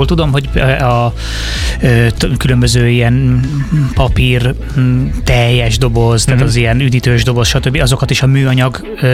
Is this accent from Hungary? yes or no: no; England, United Kingdom; legalábbis én Angliában nőttem föl, ott arra használták, hogy edukálják az embereket ilyen témákban.